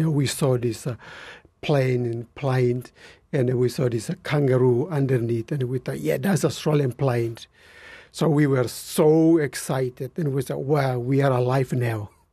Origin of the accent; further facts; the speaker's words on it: Timor-Leste; first language Tetun; English is a second language; So we make sure that, what language do you speak? You speak Indonesians. No, we don't speak Indonesian. We speak Tetun, our language. Mm. So we want to prove that we are East Timorese, we are not Ind